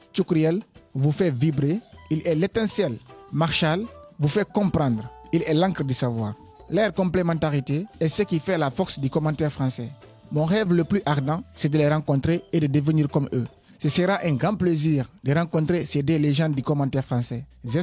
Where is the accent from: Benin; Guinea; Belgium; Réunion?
Guinea; Conakry; now in France; j'ai 16 ans, je viens de Guinée-Conakry.